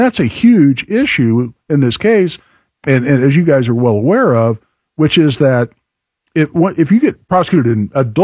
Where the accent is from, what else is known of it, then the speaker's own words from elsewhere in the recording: Carmel, Indiana, United States; my neck of the woods, my hometown, Carmel